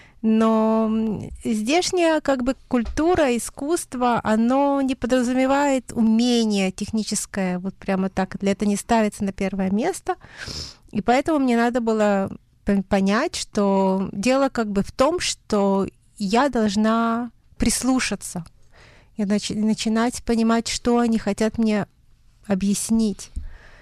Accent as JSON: {"language": "Russian", "town": "Odesa", "region": "Odesa Oblast", "country": "Ukraine", "tie": "born there", "said": "я родилась в Одессе в 73-м году, и мое детство было вполне таким очень заурядным."}